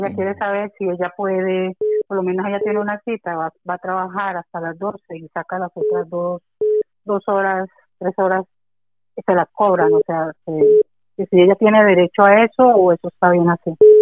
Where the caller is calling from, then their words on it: Alcorcón, Community of Madrid, Spain; Alcorcón.